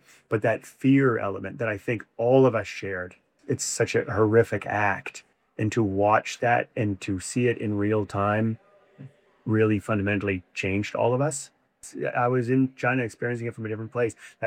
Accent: Fredericton, New Brunswick, Canada; Fredericton right now in my hometown

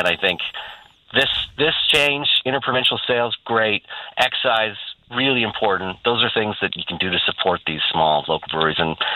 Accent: Canada; as a Canadian, not as a brewer, but as a Canadian

